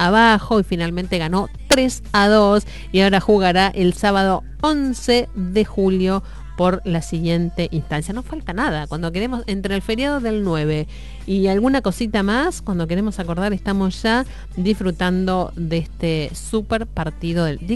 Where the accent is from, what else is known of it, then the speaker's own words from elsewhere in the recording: Argentina; Realmente es algo maravilloso que nos tocó tener como argentinos.